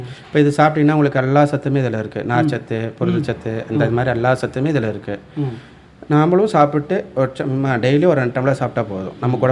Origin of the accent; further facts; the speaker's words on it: Mathigonpalayam, Tamil Nadu, India; மதிகோன்பாளிங்க.